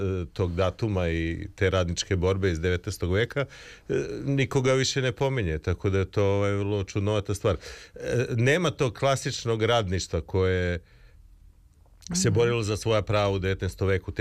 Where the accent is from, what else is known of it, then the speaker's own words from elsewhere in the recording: Belgrade, Serbia; Ja sam odrastao na Dušanovcu, znam da to Romi iz Marinkove Bare posebno slava